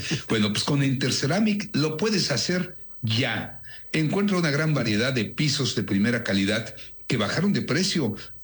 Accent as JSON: {"language": "Spanish", "country": "Mexico", "said": "nosotros necesitamos educar a nuestros hijos sin ayudarnos como mexicanos"}